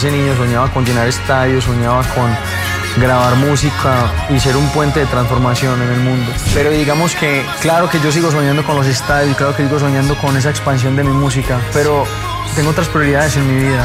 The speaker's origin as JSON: {"language": "Spanish", "town": "Medellín", "region": "Antioquia", "country": "Colombia", "said": "tengo la prioridad de disfrutar más mi tierra, Medellín, tengo la prioridad de volver cada vez más a mi esencia"}